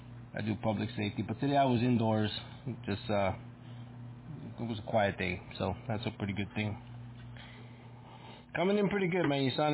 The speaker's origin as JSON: {"language": "English", "town": "Brooklyn", "region": "New York", "country": "United States", "moved": "yes", "lives_now": "Catasauqua, United States", "said": "I was originally from Brooklyn, New York. Brooklyn, New York. I was originally from down that area. I moved up to Pennsylvania now. I'm up in a small town"}